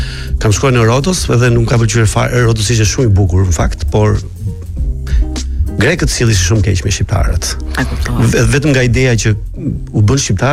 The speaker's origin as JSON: {"language": "Albanian", "town": "Sarandë", "region": "Vlorë County", "country": "Albania", "said": "Unë isha nga Saranda, na kapën Korfuz, na nien det, na kapën, na kthyen."}